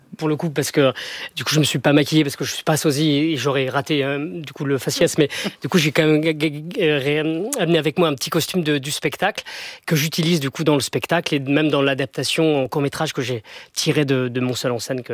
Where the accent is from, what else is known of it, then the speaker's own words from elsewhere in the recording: Lille, Hauts-de-France, France; Je suis comédien et danseur. Je viens de Lille et j'ai commencé à écouter … à l'âge de 12 ans.